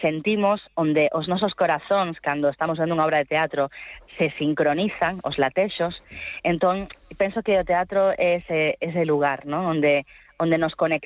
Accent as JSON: {"language": "Galician", "region": "Galicia", "country": "Spain", "said": "nós tamén somos creadoras galegas, co cal sempre a nosa visión facemos dende a nosa idiosincrasia"}